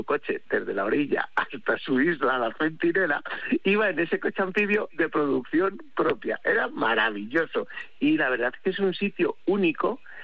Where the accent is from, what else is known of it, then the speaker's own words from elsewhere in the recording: Ávila, Castile and León, Spain; Si yo soy de Ávila, soy un abulense genético, que es que me he criado gracias a las patatas revolconas, a la morcilla y a los platos de judías